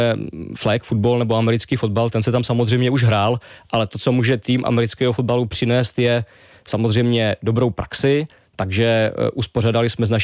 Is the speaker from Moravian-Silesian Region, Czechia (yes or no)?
yes; Ostrava, Moravian-Silesian Region, Czechia; já jsem z Ostravy, tak nemůžu použít ani jednoho z hlavních pražských klubů